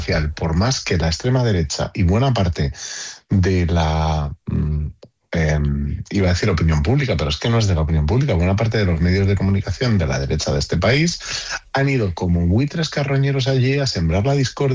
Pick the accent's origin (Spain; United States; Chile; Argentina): Spain; porque todos somos españoles y los ceutíes no pueden cargar solos con esto.